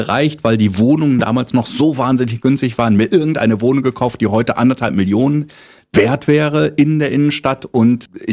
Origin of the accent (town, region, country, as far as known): Lower Saxony, Germany